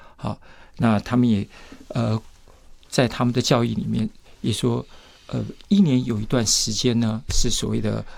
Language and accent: Chinese; Taiwan; 就像今天外国人来到台湾，我们台湾人很热情